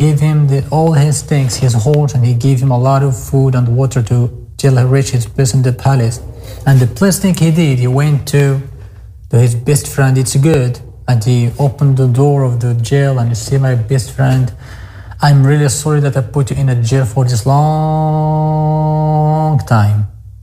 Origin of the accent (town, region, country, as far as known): Morocco; English is a second language